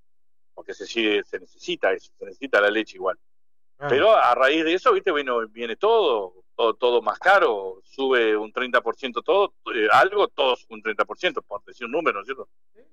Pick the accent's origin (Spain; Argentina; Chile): Argentina; somos más argentinos o ciudadanos argentinos